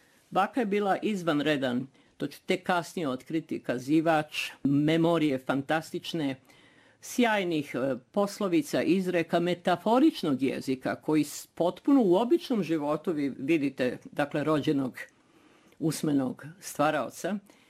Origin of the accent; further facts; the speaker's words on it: Belgrade, Serbia; tamo mi smo stanovali na Dorčulu, znači sam jako lepo detinjstvo imali u Beogradu